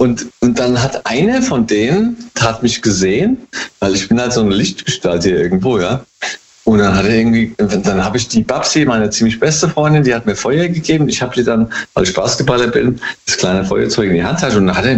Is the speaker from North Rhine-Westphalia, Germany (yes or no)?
no; Hesse, Germany; Hey, aus dem Rheingau immer noch.